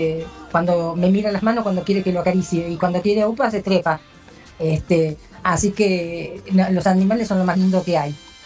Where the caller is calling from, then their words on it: La Plata, Buenos Aires Province, Argentina; Hola, Latina. … de La Plata.